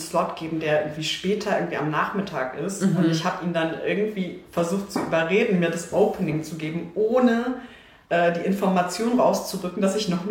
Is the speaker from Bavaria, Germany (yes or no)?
no; Berlin, Germany; Ich meine, so als Berlinerin ist man halt nur von DJs umgeben